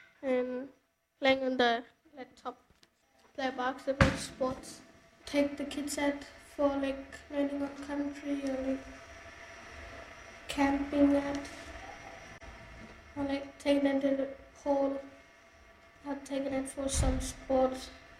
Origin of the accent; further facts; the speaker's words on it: Northern Territory, Australia; I'm from Little Sister.